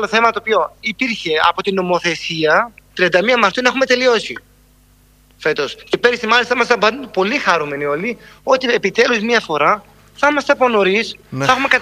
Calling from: Rhodes, South Aegean, Greece; έχω γυρίσει ντοκιμαντέρ με τη γυναίκα μου στη Ρόδο για να αναδείξω το νησί μου.

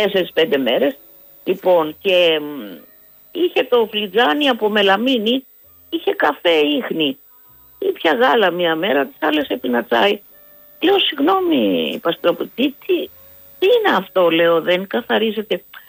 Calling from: Greece

